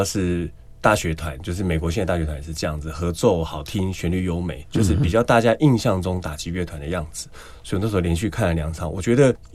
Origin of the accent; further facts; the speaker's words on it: Kaohsiung, Taiwan; 我是南部人，我从高雄来台北看了2场